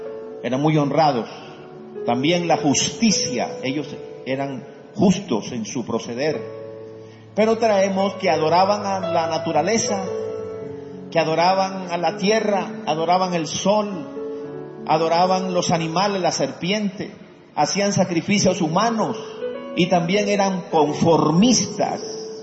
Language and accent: Spanish; Colombia; Las raíces históricas que nosotros tenemos como pueblo colombiano son raíces frágiles. Porque por un lado venimos de África, por otro lado venimos de los aborígenes que vivían acá. Por otro lado venimos de los españoles.